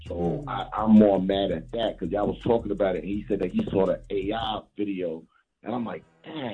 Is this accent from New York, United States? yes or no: yes; Mount Vernon, New York, United States; I'm from Mount Vernon, but I ain't called no.